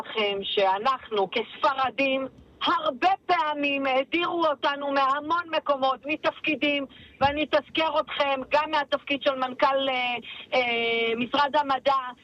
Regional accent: the periphery, Israel; אני גדלתי בפריפריה.

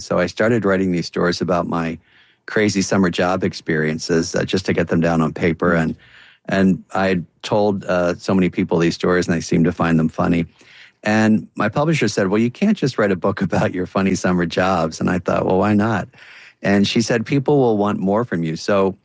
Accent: Plymouth Meeting, Pennsylvania, United States; my mother, who just died a couple of weeks ago, moved out of our house where we grew up outside of Philadelphia in a town called Plymouth Meeting.

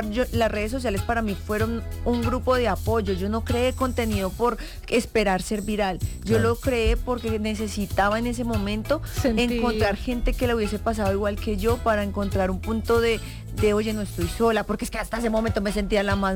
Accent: Bogotá, Bogotá Capital District, Colombia; Pues porque yo soy de Suba. No voy a decir que no va a poner un barrio aparte, como eso sería estigmatizar si digo un barrio que no es mío. Claro. O sea, no, yo soy de Suba y Suba tiene todos los estratos

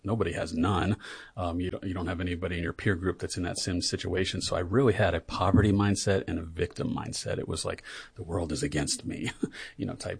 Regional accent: New York, United States; I never had a dad growing up in New York.

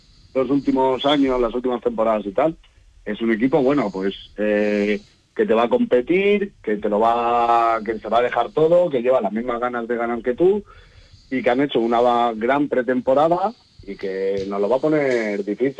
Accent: Casas de Juan Núñez, Castilla-La Mancha, Spain; Yo estaba con mi pueblo de Casas de Juan Núñez

